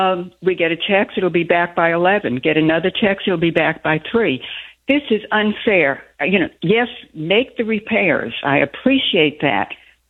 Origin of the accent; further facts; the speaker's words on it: Brooklyn, New York, United States; now in Texas, United States; I'm originally from Brooklyn, but I'm almost a Texan. I've been here 45 years.